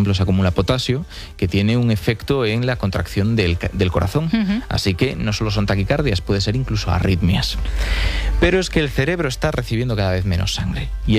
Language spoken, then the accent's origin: Spanish; Galicia, Spain; No, vamos, soy gallego